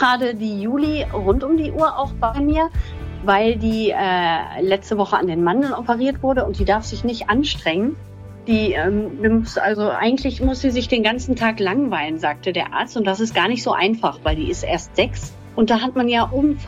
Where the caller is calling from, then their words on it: Straelen, North Rhine-Westphalia, Germany; ich komme aus Strahlen